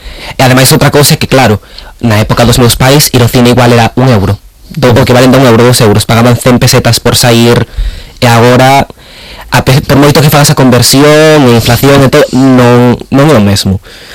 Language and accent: Galician; A Coruña, Galicia, Spain; eu son coruñés, e, por exemplo, meus pais, a primeira vez que se mudaron, foi un piso de protección oficial